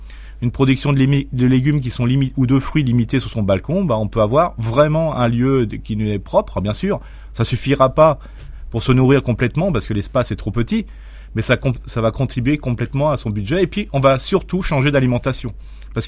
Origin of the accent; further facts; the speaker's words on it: Grand Est, France; tout le monde on est généreux, on est alsacien comme je dis toujours.